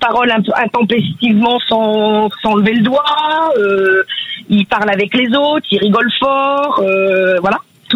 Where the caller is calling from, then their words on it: Blanzay, Nouvelle-Aquitaine, France; de Civray dans la Vienne, bon, enfin, Blanzais exactement.